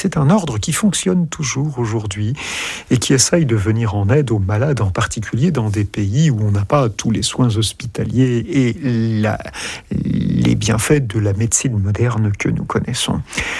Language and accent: French; France; Bien sûr, je suis français